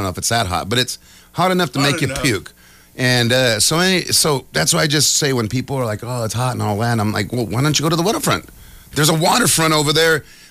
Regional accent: California, United States; My family, we grew up at the beach. There's no suntan lotion ever touched this body, baby. And so I grew up in the sun. I even was born in July. I'm a California kid

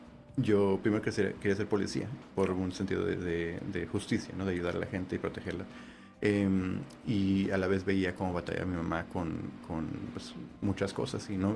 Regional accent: Mexico; Soy mexicano, mis papás nacieron crecieron en Tijuana

